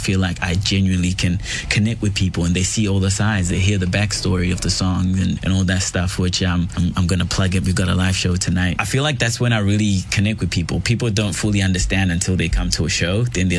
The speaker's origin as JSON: {"language": "English", "country": "New Zealand", "tie": "born or raised there", "also_born_or_lived": "Zimbabwe / Canada", "said": "I was born in Zimbabwe. I grew up here in New Zealand and in Canada and in lots of different places at the same time."}